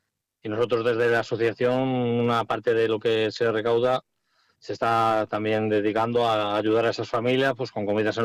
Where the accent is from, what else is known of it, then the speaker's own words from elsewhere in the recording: Salamanca, Castile and León, Spain; porque somos de Salamanca